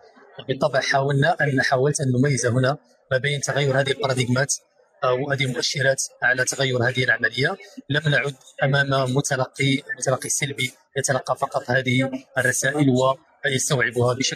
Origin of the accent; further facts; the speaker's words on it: Morocco; أنا أستاذ مغربي في معهد عالي لمهنة السمع البصري والسينما.